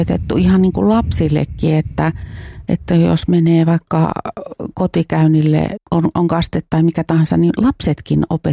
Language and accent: Finnish; Pornainen, Uusimaa, Finland; koska mä olen kuitenkin kesälaukkoskilainen.